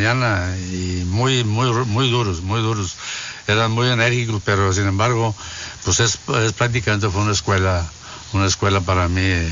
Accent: Soto la Marina, Tamaulipas, Mexico; moved away; also born or lived in Ciudad Victoria; yo soy de un rancho que se llama Los Capules, municipio de Soto la Marina. Yo vengo de raíces campesinas 100%, mis padres eran agricultores, no estudiaron en la primaria.

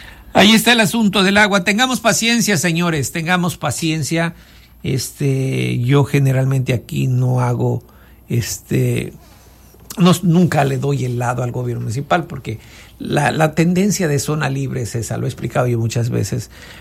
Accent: Vallecito de Zaragoza, Guerrero, Mexico; moved away; el barrio del Poche es de mi pueblo, de allá de Vallecito de Zaragoza, no es de aquí

